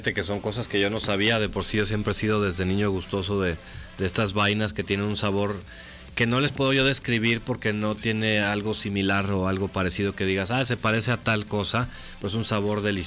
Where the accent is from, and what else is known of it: Aguascalientes, Mexico